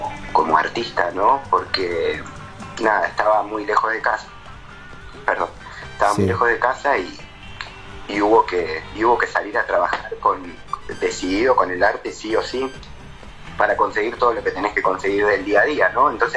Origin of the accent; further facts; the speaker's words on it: Buenos Aires Province, Argentina; soy de las afueras de Buenos Aires, digamos, estoy a más o menos a 2 horas de la capital federal.